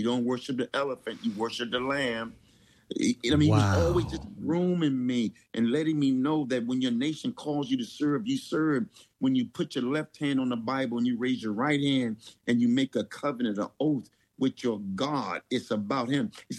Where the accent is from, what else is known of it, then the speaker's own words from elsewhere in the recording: Philadelphia, Pennsylvania, United States; right here in my hometown, because you know this is where I began in Philadelphia.